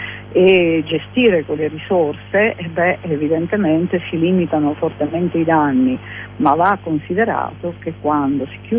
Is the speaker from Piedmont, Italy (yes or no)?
no; Liguria, Italy; io sono della Liguria, del Ponente Ligure, quindi ce l'abbiamo lì invece per costruzioni, per follie edilizie, dei ricchi che vogliono mettersi nei posti dove si vede di più, insomma quello che sappiamo dalle nostre parti.